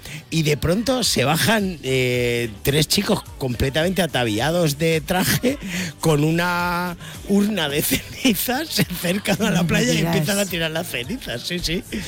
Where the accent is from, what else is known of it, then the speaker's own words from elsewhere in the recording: Almería, Andalusia, Spain; no como decimos mucho los de Almería, no parecen de Almería.